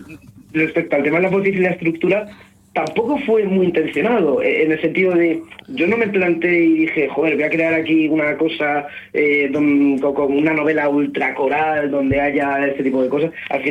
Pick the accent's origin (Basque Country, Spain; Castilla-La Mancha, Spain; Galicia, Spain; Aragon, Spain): Castilla-La Mancha, Spain; Fuensalida; Sí, yo soy de un pueblo de Toledo que se llama Fuensalida, que está a 50 kilómetros al sur de Madrid y 20 del norte de Toledo.